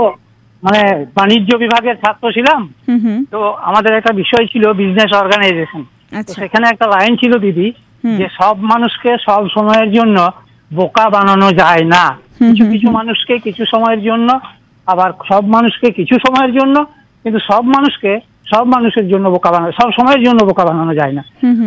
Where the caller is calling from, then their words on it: Dubrajpur, West Bengal, India; আমি পশ্চিমবঙ্গের বীরভূম জেলার দুবরাজপুর থেকে